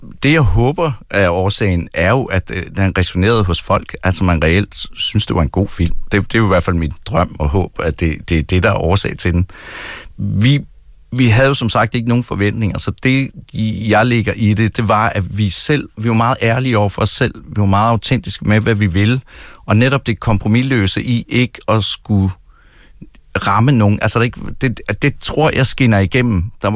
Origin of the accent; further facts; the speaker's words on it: Kalundborg, Zealand, Denmark; moved away; jeg kommer jo ikke selv derfra. Jeg er fra provinsen, jeg kommer fra Kalundborg